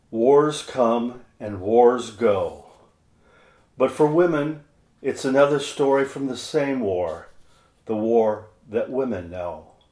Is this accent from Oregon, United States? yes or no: yes; Cottage Grove, Oregon, United States; I am a writer from Cottage Grove, Oregon.